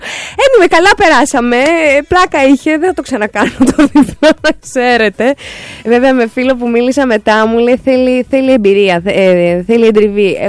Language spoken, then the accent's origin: Greek; Keratsini, Attica, Greece; Greek is a second language; Είχαμε λοιπόν στο Κερατσίνι που μεγάλωσα, εκεί στην Δεμερτζή, είχαμε την παρέα που μαζευόμασταν πόσα 10-12 πιτσιρίκια τέλος πάντων παιδάκια. Εγώ 8 από 6 χρονών μεγάλωσα εκεί μέχρι τα 11, οπότε κάπου ενδιάμεσα που πια είχα μάθει και τα ελληνικά.